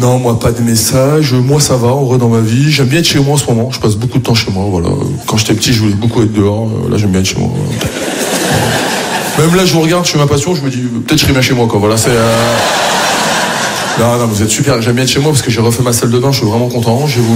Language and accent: French; France; je suis fier de mes origines et je suis fier d'être français, moi aussi. Je suis un bon français. Je suis fier d'être français